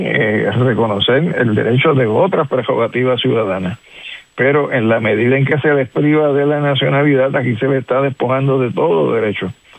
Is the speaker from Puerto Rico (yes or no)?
yes; Puerto Rico; Por ejemplo, yo soy puertorriqueño nacional